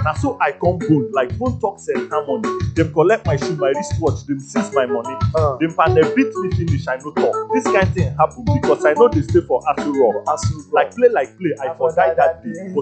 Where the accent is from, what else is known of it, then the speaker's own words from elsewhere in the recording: Umuesere, Abia, Nigeria; I'm from Umuesere, Amapo. Okokitim in Abia State.